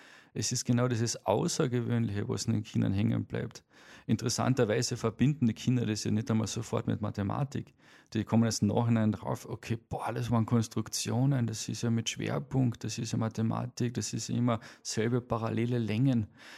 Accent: Villach, Carinthia, Austria; born there; Also meine Karriere beginnt klassisch bei meiner Geburt in Villach.

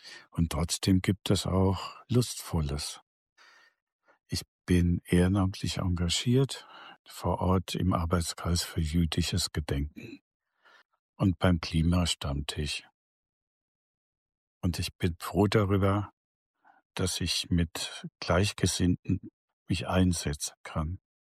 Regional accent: Germany; und ich bin aus Deutschland

